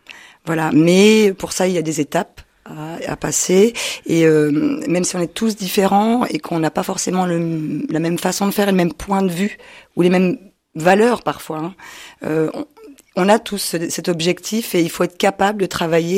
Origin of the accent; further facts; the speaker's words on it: Vesoul, Bourgogne-Franche-Comté, France; moved away; Je viens de Franche-Comté, plus exactement de la Haute-Saône. Je suis née à Vesoul.